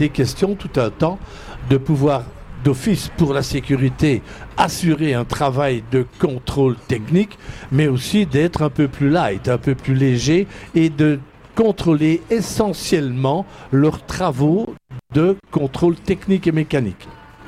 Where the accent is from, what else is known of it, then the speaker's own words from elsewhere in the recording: Liège, Wallonia, Belgium; accent: liégeois; J'ai l'accent liégeois